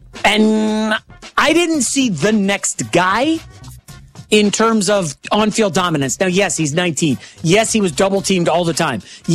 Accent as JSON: {"language": "English", "region": "New York", "country": "United States", "tie": "born there", "said": "I was born in New York."}